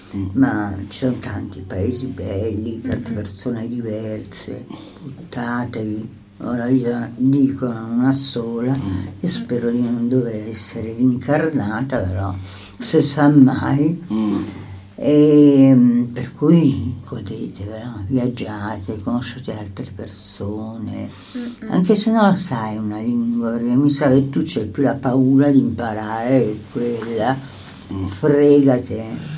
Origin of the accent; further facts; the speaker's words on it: Rome, Lazio, Italy; moved away; Io sono cresciuta a Roma